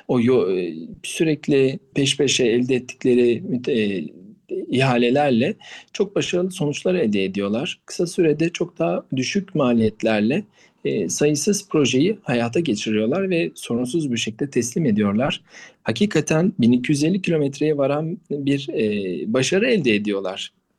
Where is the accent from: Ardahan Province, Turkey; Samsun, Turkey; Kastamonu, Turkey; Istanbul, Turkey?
Istanbul, Turkey; born there; 1985 İstanbul doğumluyum. Eğitimimi Galatasaray Lisesi, akabinde Galatasaray Üniversitesi'nde siyaset bilimi kamu yönetimi bölümünde devam ettirdim.